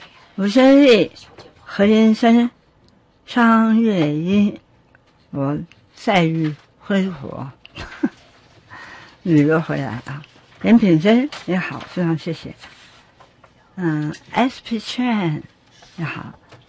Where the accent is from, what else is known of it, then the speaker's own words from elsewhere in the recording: Hefei, Anhui, China; 我到大陆去到湖州电视，湖镇，然后又到合肥，六家饭，也就是我的老家。